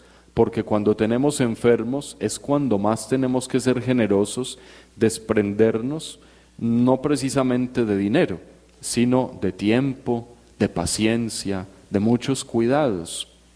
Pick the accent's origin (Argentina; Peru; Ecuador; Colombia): Colombia; Antioquia; accent: paisa; yo soy, hablo paisa, yo no soy nigeriano